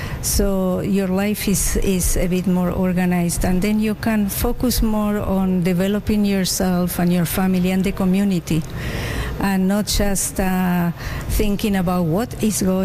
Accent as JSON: {"language": "English", "country": "Argentina", "second_language": "English", "lives_now": "Canada", "said": "I moved from Argentina."}